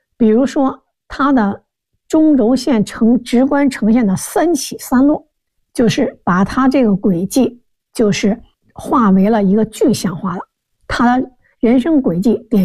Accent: Beijing, China; born there; 我们小时候在那儿有一个这个农叫什么运动场吧

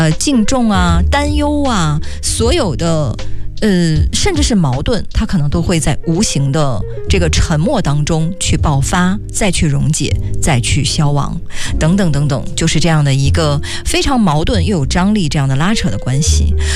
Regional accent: China

